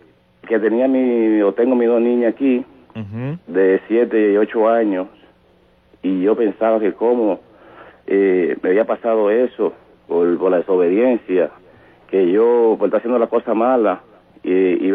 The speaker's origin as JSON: {"language": "Spanish", "country": "Dominican Republic", "also_born_or_lived": "New York, United States", "moved": "yes", "lives_now": "Rhode Island, United States", "said": "Yo vengo de la República Dominicana y viví unos 10 años en la ciudad de Nueva York"}